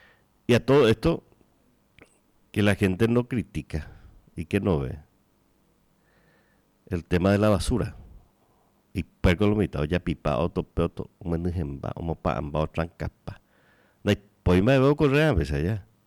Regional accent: Paraguay; Nosotros como paraguayos de bien allá

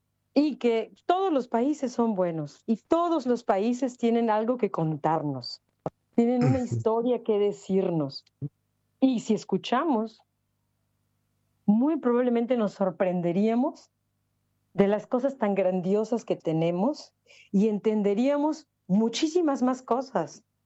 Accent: Yucatán, Mexico; yo soy de Yucatán, a mí no me tocó aprender maya, lo cual es muy triste porque me quitaron la oportunidad de aprender una segunda lengua

